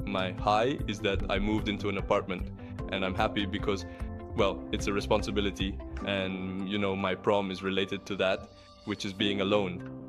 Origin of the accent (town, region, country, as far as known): United States; born or raised there